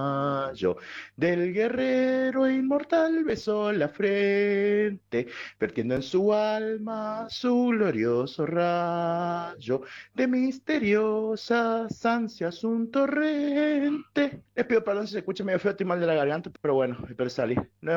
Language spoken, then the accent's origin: Spanish; San Luis, Argentina; los escucho desde San Luis.